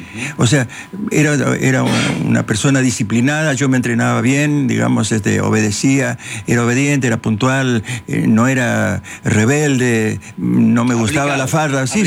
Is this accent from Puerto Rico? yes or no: no; Goya, Corrientes, Argentina; born there; also born or lived in Formosa, Argentina; mi hermana mayor tenía 6 años, más o menos 5 o 6 años, mis padres decidieron venir a Goya, a un lugar donde puedan estudiar, hacer la primaria. Bueno, y vinimos y ahí caímos a Goya.